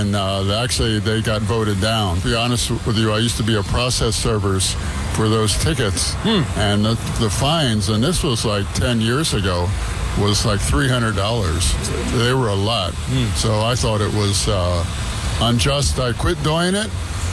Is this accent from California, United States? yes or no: no; Tucson, Arizona, United States; I'm from Tucson